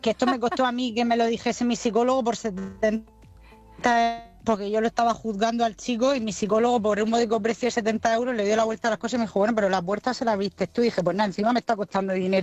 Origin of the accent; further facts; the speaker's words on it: Region of Murcia, Spain; now in Granada, Spain; Pues mira, ahora mismo estoy desde en Granada. En Granada parada estoy.